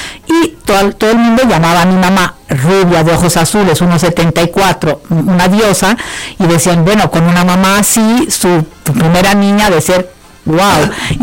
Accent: Italy; Entonces yo crecí en Italia pensando que éramos las únicas niñas hijas de divorciados.

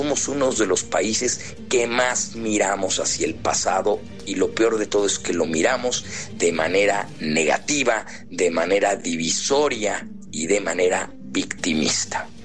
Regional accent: Mexico; No somos indígenas y tampoco somos españoles, somos la mezcla de las dos cosas.

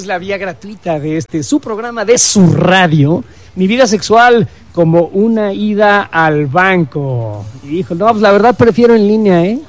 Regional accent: Mexico; todos los mexicanos estamos subvencionando

